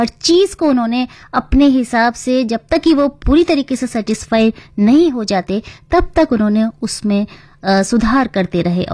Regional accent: Shivpuri, Madhya Pradesh, India; शिवपुरी इलाका शायद आपने सुना होगा, वैसे आपको बता दूं कि मेरा होम टाउन वही है

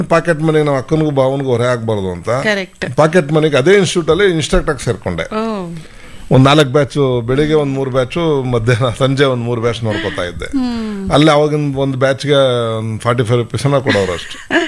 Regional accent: Bengaluru, Karnataka, India; born there; ನಮ್ಮ ಅಕ್ಕ ಬಾವ ನಮ್ಮನ್ನು ಕರ್ಕೊಂಬಂದು ಬೆಂಗಳೂರಲ್ಲಿ ಬೆಳೆಸಿದವರೇನೆ.

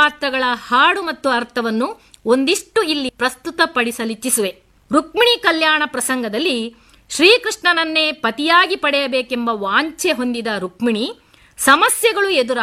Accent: Karnataka, India

